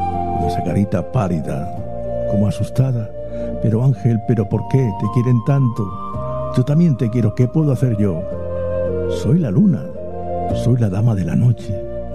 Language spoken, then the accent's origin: Spanish; Cuba; y soy cubana.